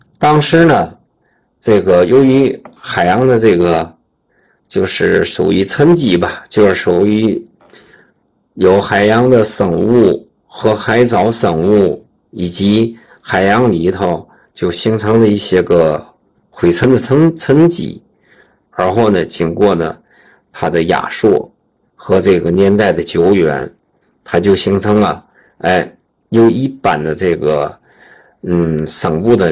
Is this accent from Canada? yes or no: no; Tianjin, China; 作为咱们天津人